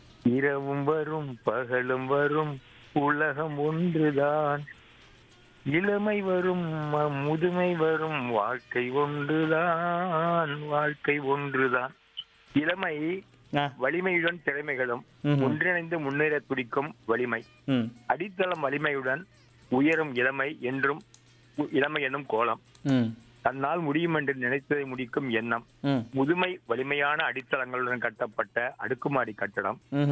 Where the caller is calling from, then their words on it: Punnainallur, Tamil Nadu, India; தஞ்சாவூர் மாவட்டம் புன்னைநல்லூர் மாரியம்மன் கோயில்